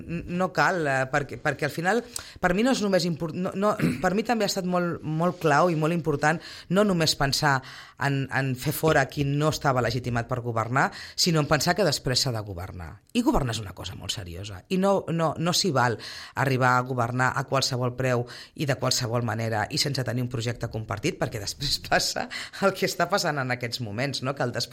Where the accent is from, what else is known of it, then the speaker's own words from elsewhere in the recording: Sitges, Catalonia, Spain; tots som veïns de Sitges, tots som sitgetans